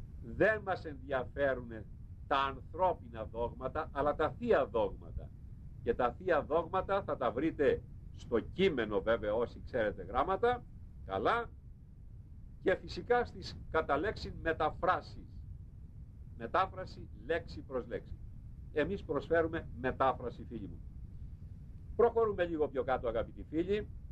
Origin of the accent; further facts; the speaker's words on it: Chalandritsa, Western Greece, Greece; όχι τις κουρδουμπίτσες που τις λέμε εμείς στο χωριό μου, στη Χαλανδρίτσα, τα πάνω κάτω δηλαδή